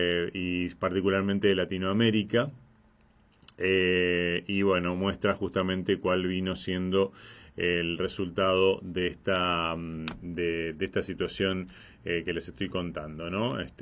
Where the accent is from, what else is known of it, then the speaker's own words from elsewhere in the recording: Argentina; nosotros somos los vecinos de Brasil